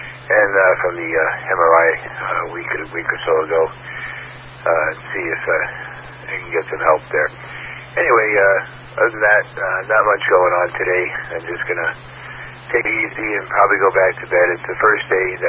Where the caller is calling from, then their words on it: Las Vegas, Nevada, United States; here in Las Vegas, Nevada.